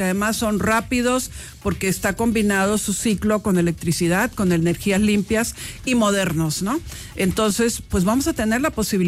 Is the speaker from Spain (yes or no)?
no; Mexico; para nosotros como mexicanos